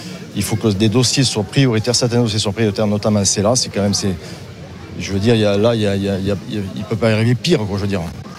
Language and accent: French; Lectoure, Occitanie, France; born there; moi je suis né ici, je suis né à Lectoure à 10 km.